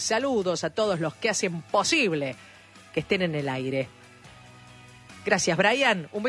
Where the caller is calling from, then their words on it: Chimbas, San Juan, Argentina; Hola, Sonia, Fabián … de Chimbas, San Juan. Los estoy escuchando como todas las noches, tomando unos mates.